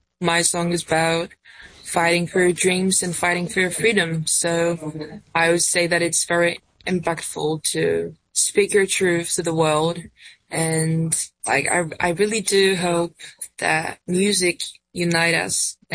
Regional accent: Poland; I'm from Poland

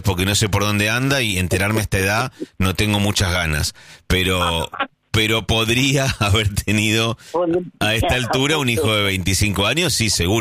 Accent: Buenos Aires, Argentina; now in Mar del Plata, Argentina; yo soy de Buenos Aires y se me vence el alquiler de mi inquilino

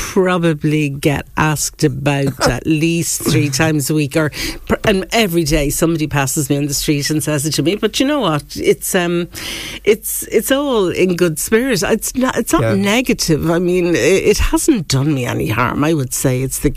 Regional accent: Dublin, Leinster, Ireland; I'm from Dublin, although I work in Galway. So I was in Dublin.

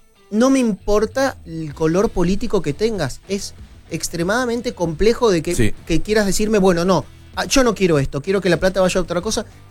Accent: Argentina; Cuando te preguntan qué cosas te definen a vos como argentino, estas cuestiones te definen.

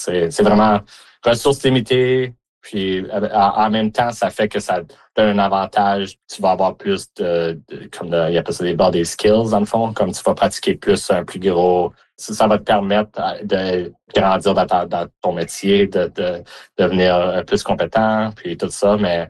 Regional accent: Mont-Laurier, Quebec, Canada; now in Alberta, Canada; Originalement, je viens du Québec, de Mont-Laurier. Puis, on a déménagé, moi et ma famille, en 2006, puis ça va faire ça bientôt 20 ans que je suis en Alberta.

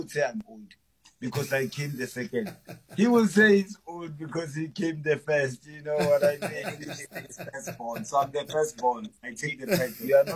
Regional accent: Soshanguve, Gauteng, South Africa; You know, so we grew up in Soshanguve, right? Whereby it's a dusty street, get dusty fella, everyone hustled through the corners.

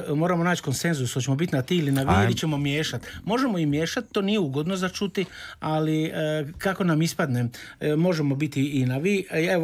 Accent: Rijeka, Primorje-Gorski Kotar County, Croatia; born there; Ja sam rođeni Riječanin

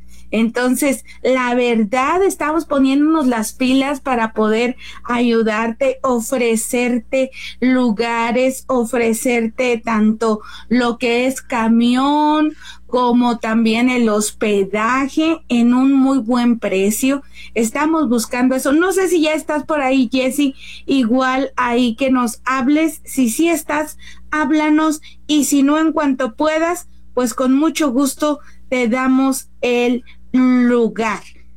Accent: Guerrero, Mexico; Que soy de Guerrero

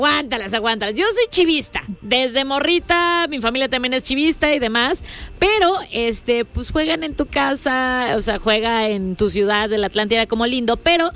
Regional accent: Cancún, Quintana Roo, Mexico; born there; yo soy de Cancún, yo nací en Cancún

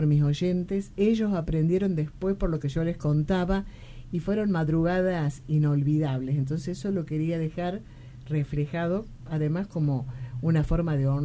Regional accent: Tucumán, Argentina; Porque somos tucumanos, ¿o no?

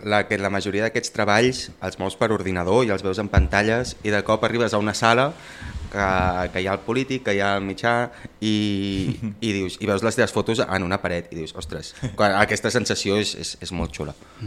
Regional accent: Sabadell, Catalonia, Spain; moved away as an adult; now in Barcelona, Spain; jo m'he mogut molt per Barcelona des que tinc 18 anys, però hi visc només des de fa 2, perquè soc de Sabadell, però sí que he fet vida a Barcelona des que tinc els 18 anys.

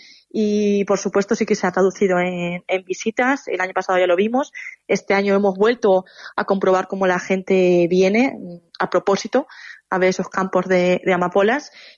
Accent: Socuéllamos, Castilla-La Mancha, Spain; a Socuéllamos, a mi pueblo.

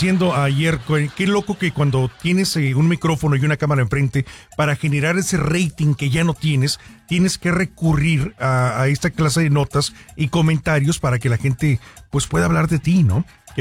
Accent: Mexico; Los envidiamos, como mexicanos envidiamos a los argentinos.

